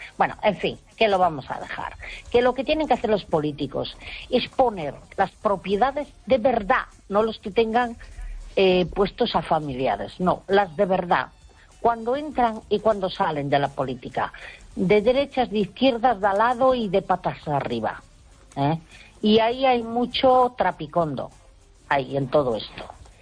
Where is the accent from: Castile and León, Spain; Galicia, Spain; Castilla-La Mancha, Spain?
Galicia, Spain; born there; moved away; venir a Galicia, a mi pueblo, desde donde ahora estoy hablando.